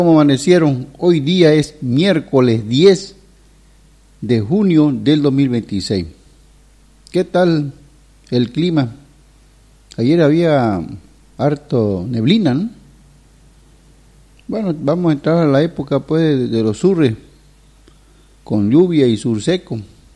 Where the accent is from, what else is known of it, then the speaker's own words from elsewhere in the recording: Bolivia; somos unos cambas flojos